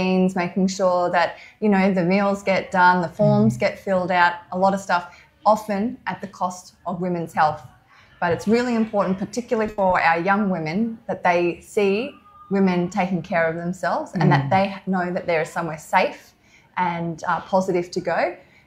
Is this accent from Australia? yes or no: yes; Katherine, Northern Territory, Australia; And I said, I'm from the Territory. She's like, get out. And there you go. So from K-Town, Catherine, in the Northern Territory.